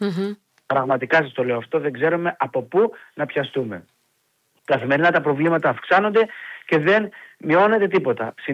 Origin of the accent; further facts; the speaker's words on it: Drama, Eastern Macedonia and Thrace, Greece; μιλώντας για την πόλη μου, για τη Δράμα